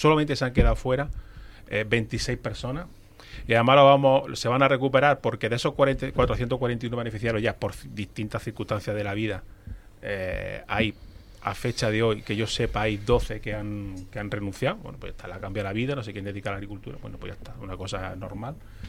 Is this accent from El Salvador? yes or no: no; Jaén, Andalusia, Spain; Soy hijo de agricultor, pasa que yo me crié en Jaén. Yo me aprendí la tabla de multiplicar cortando varetas.